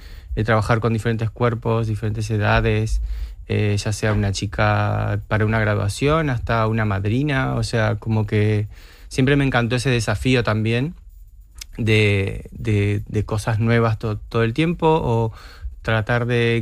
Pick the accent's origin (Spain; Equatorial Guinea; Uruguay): Uruguay; Trabajo en moda en Uruguay, en mi país, pero bueno, logré tener una carrera productiva y continua